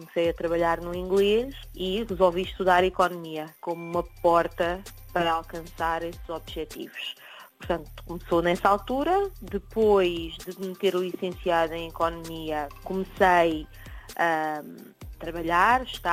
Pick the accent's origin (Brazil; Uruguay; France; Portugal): Portugal; com grande foco, como é óbvio, em Portugal, como portuguesa que sou.